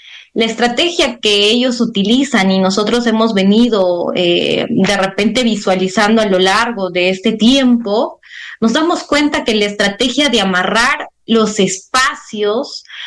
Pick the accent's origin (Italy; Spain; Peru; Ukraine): Peru; moved away; nosotros desempeñamos como peruanos en el exterior.